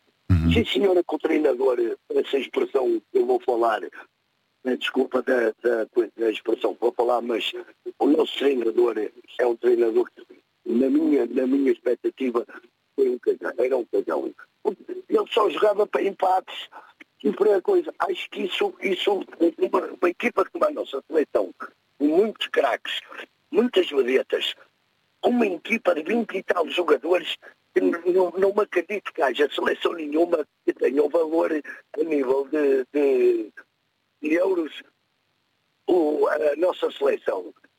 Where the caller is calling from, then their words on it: Matosinhos, Norte, Portugal; sou de Matosinhos.